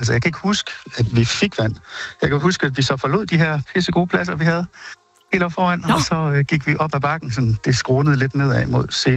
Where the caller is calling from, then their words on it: Aarhus, Central Denmark Region, Denmark; Vi er fra Aarhus.